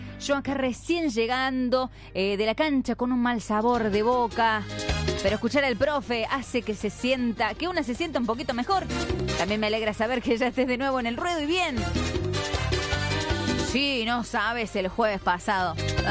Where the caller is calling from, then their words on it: General Pico, La Pampa, Argentina; Hola, soy … de General Pico, La Pampa.